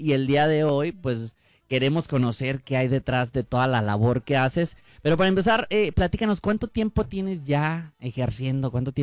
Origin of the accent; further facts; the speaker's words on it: Mexico City, Mexico; Yo soy de la Ciudad de México, los chilangos son los de Ecatepec.